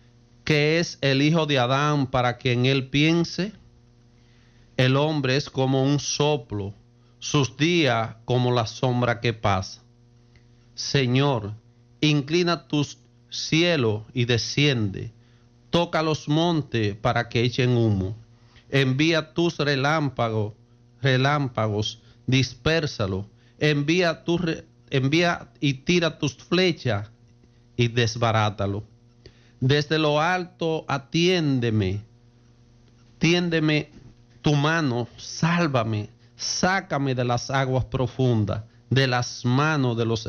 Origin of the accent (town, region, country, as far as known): Dominican Republic